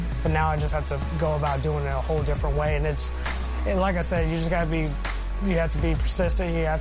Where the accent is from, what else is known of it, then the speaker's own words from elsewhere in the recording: Carolina Beach, North Carolina, United States; born there; I was born in Carolina Beach, Wilmington area